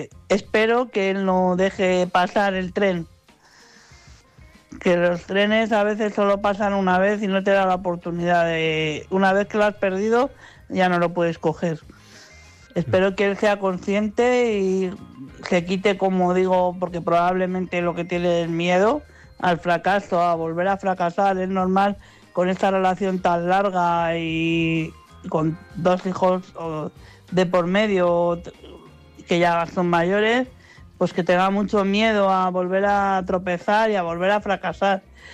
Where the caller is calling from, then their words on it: Madrid, Community of Madrid, Spain; de Madrid.